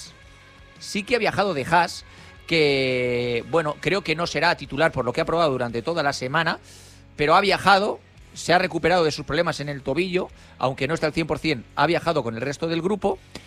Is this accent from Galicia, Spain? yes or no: no; Alborache, Valencian Community, Spain; Porque yo que soy de pueblo, soy de Alborache. Es un pueblo mucho más pequeño que Llíria, de donde es Noel, y donde yo no he residido nunca.